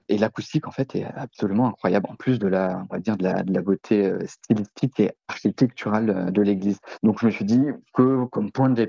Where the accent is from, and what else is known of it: Lannion, Brittany, France